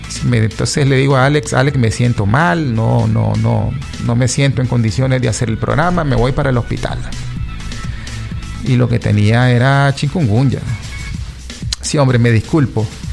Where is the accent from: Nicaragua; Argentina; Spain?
Nicaragua; Y soy Nica y me gusta bastante el fútbol